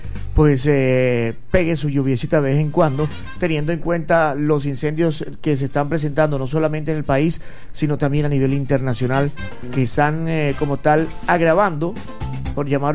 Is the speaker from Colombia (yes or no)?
yes; Colombia